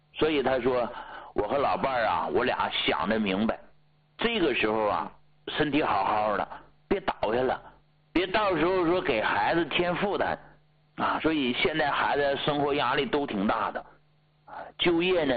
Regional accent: Heilongjiang, China; moved away; 我老家黑龙江的，前些年呢回去过，回老家

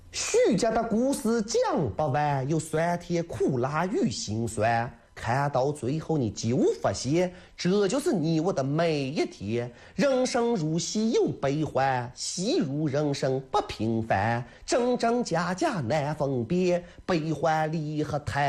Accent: Taiyuan, Shanxi, China; 何浪浪是我们太原方言巷子、北京话胡同的意思。

